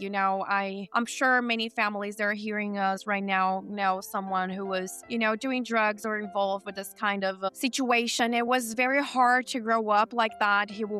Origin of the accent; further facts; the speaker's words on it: São Paulo, Brazil; moved away as an adult; now in United States; I am born and raised in Brazil. I've been living here in America for 2 years so far. I married a Texan. Howdy, everybody. And I was born in the countryside of São Paulo State in Brazil.